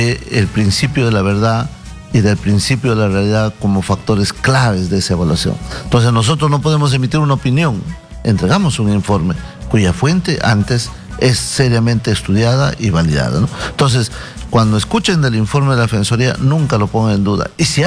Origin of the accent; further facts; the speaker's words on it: Peru; somos más los peruanos que amamos un estado de tranquilidad